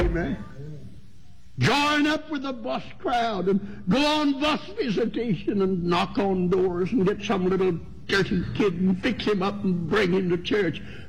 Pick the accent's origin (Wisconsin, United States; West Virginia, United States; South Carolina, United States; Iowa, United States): West Virginia, United States; Huntington; moved away; I was just in Huntington, West Virginia, and closed last Sunday. That's my hometown.